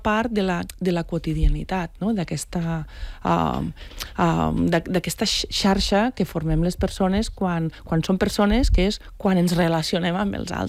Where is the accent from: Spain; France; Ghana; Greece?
Spain; Valencian Community; jo vinc del País Valencià fa any i mig.